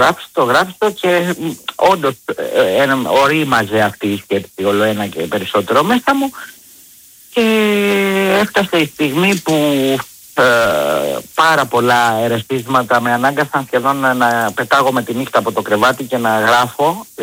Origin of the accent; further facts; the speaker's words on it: Corfu, Ionian Islands, Greece; also born or lived in Sparta; Ναι, γεννήθηκα στη Σπάρτη και 5 ετών ήρθα στην Κέρκυρα.